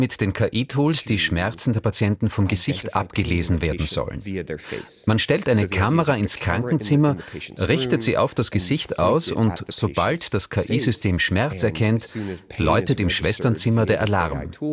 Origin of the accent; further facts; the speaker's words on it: Canada; also born or lived in United States; Ich meine mit wir Kanada. Ich bin Kanadier, geboren in den USA.